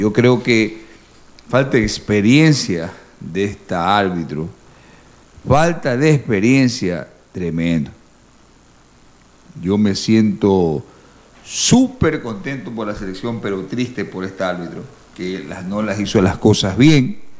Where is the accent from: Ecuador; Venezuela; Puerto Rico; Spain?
Ecuador